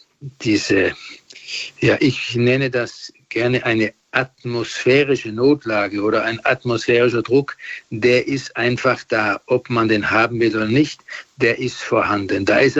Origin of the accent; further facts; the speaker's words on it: Germany; now in Rome, Italy; Seit ich in Rom bin, bin ich natürlich weiterhin sehr interessiert an meiner Heimat und auch an der katholischen Kirche in Deutschland.